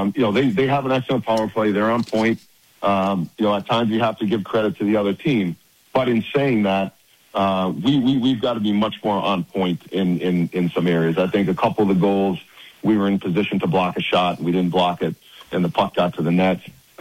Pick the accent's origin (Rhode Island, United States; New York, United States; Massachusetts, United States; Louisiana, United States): Rhode Island, United States; Rhode Island, yeah.